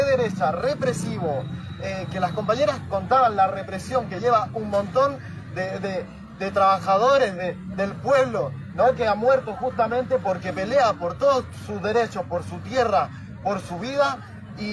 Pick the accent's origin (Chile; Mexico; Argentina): Chile; Soy también chileno